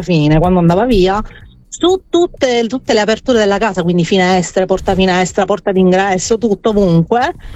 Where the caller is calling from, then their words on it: Palermo, Sicily, Italy; vivo ad Altavilla Miliscia, però sono palermitana.